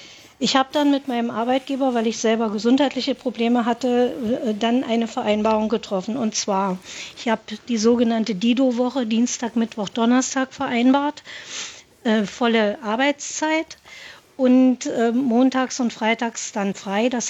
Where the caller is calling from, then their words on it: Magdeburg, Saxony-Anhalt, Germany; Ich komme aus Magdeburg, wie gesagt, vor der Wende war ich anderweitig beschäftigt.